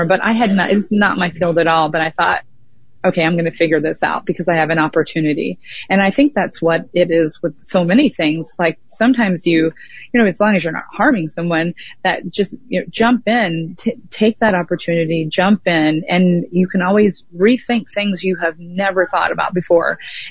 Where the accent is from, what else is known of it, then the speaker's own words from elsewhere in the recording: Indianapolis, Indiana, United States; I grew up in Indianapolis